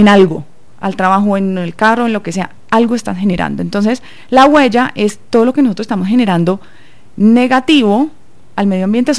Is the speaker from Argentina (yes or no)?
no; Cali, Valle del Cauca, Colombia; Bueno, nosotros pues somos caleños, no sé si lo han notado.